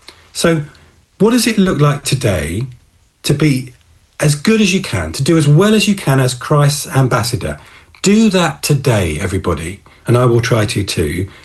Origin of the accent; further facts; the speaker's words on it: London, United Kingdom; I was born in Wimbledon